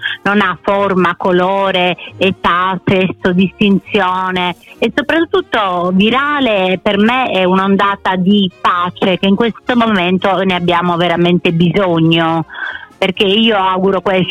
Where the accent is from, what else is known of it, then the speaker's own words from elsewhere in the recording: Lipari, Sicily, Italy; born there; Ma io sono nata alle Isole Eolie